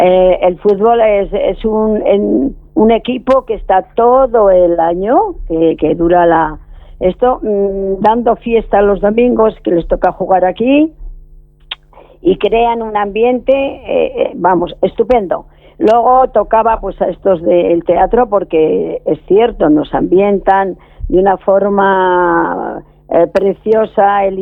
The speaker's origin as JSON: {"language": "Spanish", "town": "Pradoluengo", "region": "Castile and León", "country": "Spain"}